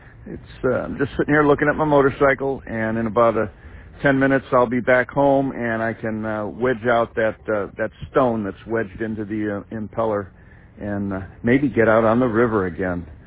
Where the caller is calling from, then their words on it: Fairbanks, Alaska, United States; It's a beautiful day here in Fairbanks. I'm sitting in front of Lowe's.